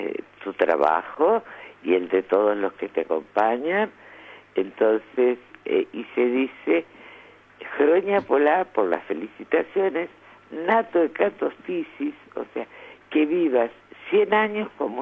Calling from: Greece; Buenos días, soy … de Grecia.

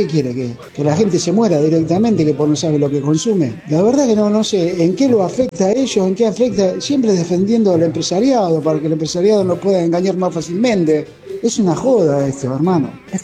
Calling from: San Nicolás de los Arroyos, Buenos Aires Province, Argentina; de San Nicolás de los Arroyos.

